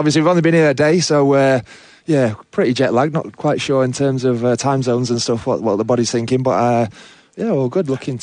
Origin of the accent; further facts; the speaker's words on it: Sheffield, Yorkshire and the Humber, United Kingdom; I'm a Yorkshireman.